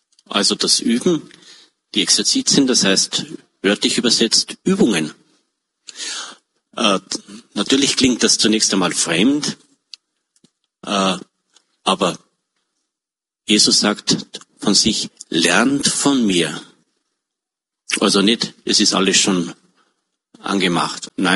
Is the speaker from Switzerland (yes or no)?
no; Upper Austria, Austria; also born or lived in Tyrol; oder bei uns im Innviertel, auch im Tiroler Oberland, wo ich ja auch viel war, hat es geheißen, nicht geschimpft ist gelobt genug.